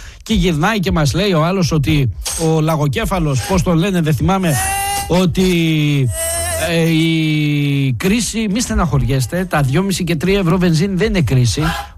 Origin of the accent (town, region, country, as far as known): Greece